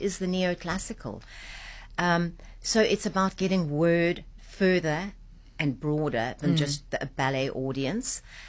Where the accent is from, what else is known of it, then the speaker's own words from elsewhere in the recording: South Africa; we come from South Africa